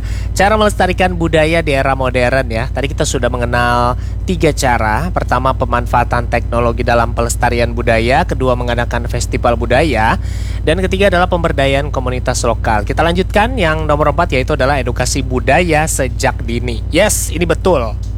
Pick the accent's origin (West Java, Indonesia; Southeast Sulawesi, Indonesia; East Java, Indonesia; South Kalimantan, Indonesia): South Kalimantan, Indonesia; kain dari Kalimantan Selatan, tempat tinggal kita, tempat kita lahir.